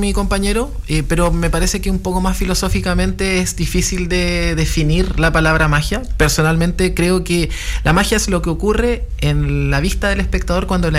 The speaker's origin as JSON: {"language": "Spanish", "town": "San Pedro de Atacama", "region": "Antofagasta", "country": "Chile", "tie": "born or raised there", "moved": "as an adult", "lives_now": "Antuco, Chile", "said": "Yo soy originario de San Pedro de Atacama."}